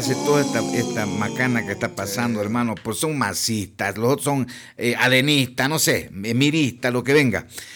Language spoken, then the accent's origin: Spanish; Bolivia; Ese es el problema que tenemos los bolivianos ahorita.